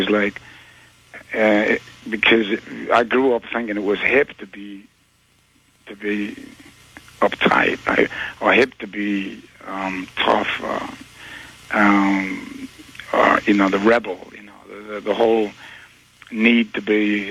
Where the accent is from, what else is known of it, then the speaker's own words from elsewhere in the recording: Newcastle, North East England, United Kingdom; It was a conglomeration of several bands that were playing in my hometown, Newcastle.